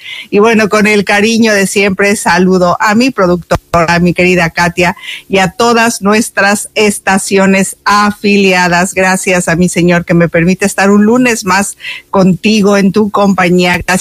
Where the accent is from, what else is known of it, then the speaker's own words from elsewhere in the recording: Mexico; Todo, incluso yo que soy mexicana, me simbra el corazón